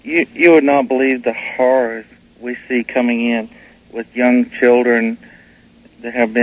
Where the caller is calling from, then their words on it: Oklahoma, United States; from Atchley, Oklahoma.